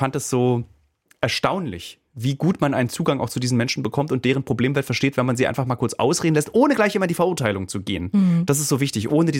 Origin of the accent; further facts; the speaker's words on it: Berlin, Germany; ich komme aus Ostberlin.